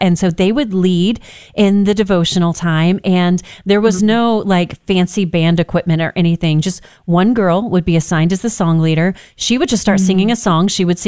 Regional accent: Texas, United States; me growing up in Texas

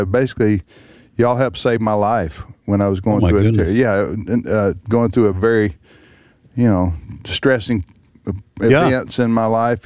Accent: Mississippi, United States; and I'm from Mississippi. Okay? So I know what driving in the country's like.

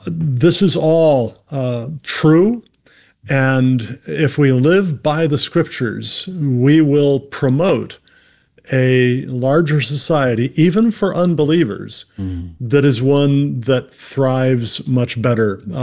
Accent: United States; from my perspective as an American, we live in a very wealthy country.

